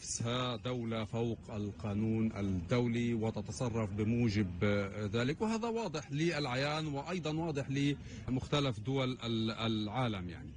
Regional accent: Palestine; نحن كفلسطينيين

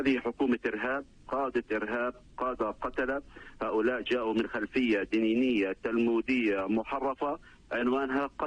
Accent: Palestine; لقتلنا كفلسطينيين

